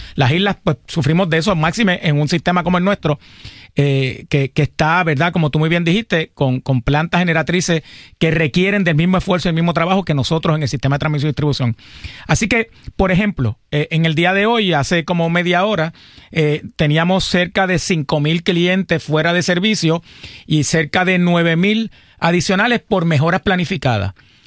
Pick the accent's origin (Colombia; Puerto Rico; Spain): Puerto Rico; Arecibo; En Arecibo. Recuerda, yo soy de Arecibo.